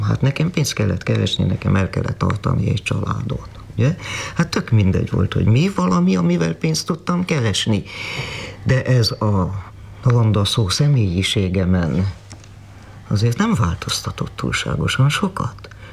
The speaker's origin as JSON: {"language": "Hungarian", "country": "Hungary", "said": "én egy régi polgárcsaládból származom, sopani vagyok."}